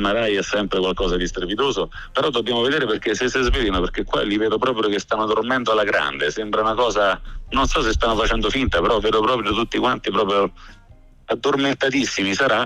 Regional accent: Civitavecchia, Lazio, Italy; io sono di Civitavecchia, in una città di mare

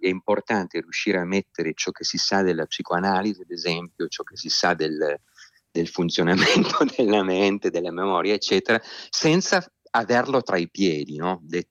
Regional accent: Turin, Piedmont, Italy; io sono torinese

